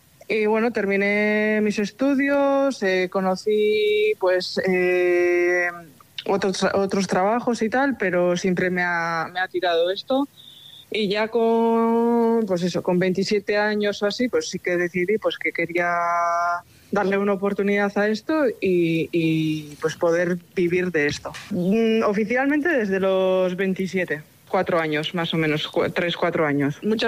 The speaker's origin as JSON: {"language": "Spanish", "town": "Hernani", "region": "Basque Country", "country": "Spain", "said": "soy de Hernani, del caserío Arriatu, y bueno, soy agricultora y ganadera."}